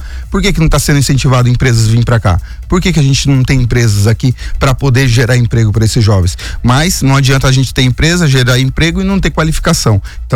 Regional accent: São Sebastião, São Paulo, Brazil; Eu mesmo fui criado aqui em São Sebastião.

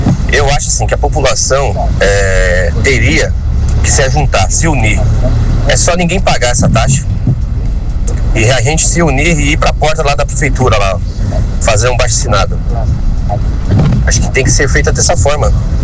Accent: Caraguatatuba, São Paulo, Brazil; Eu sou nascido e criado aqui em Caraguatatuba, vi a cidade crescer, né? Hoje eu estou com 44 anos, então assim, tem um longo tempo que estou aqui na cidade, vendo essa cidade crescer.

